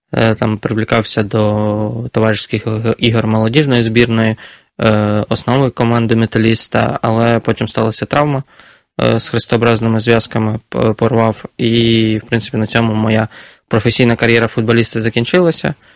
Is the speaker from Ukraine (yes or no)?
yes; Kharkiv, Kharkiv Oblast, Ukraine; Я харків'янин, і Харків, він дуже близький, 30 кілометрів до кордонів з Росією.